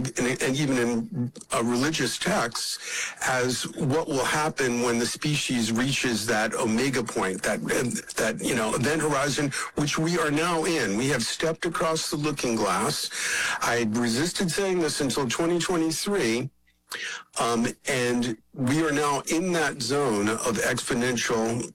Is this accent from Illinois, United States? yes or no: no; Bronx, New York, United States; And then when I grew up in the Bronx, I grew up listening to the Long John Nebel show, considered the forerunner of the whole paranormal radio.